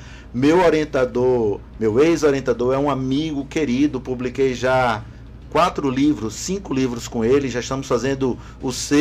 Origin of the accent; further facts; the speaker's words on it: Jacareci, Brazil; moved away; also born or lived in Assis; Sou de Jacareci.